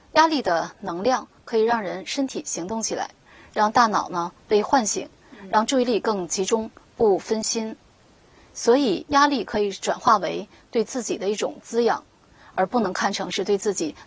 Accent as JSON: {"language": "Chinese", "country": "China", "said": "我们中国人是讲每临大事有静气"}